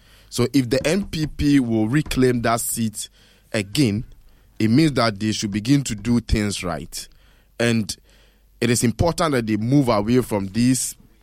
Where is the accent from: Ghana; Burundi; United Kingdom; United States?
Ghana; As a Ghanaian